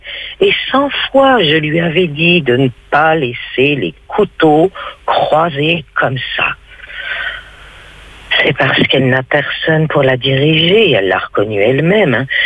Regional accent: Angers, Pays de la Loire, France; Je suis de d'Angers à la base et j'ai vu Hélène Vincent jouer Molly Bloom au Nouveau Théâtre d'Angers

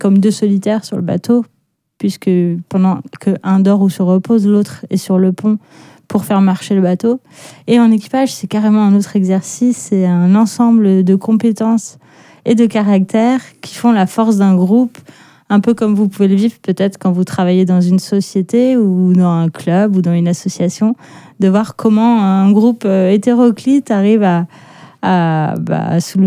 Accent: Antibes, Provence-Alpes-Côte d'Azur, France; born or raised there; also born or lived in Paris

